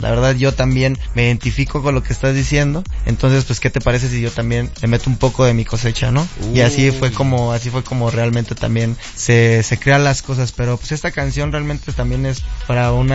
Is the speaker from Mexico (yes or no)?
yes; Morelos, Mexico; yo soy de Morelos, soy originario de Morelos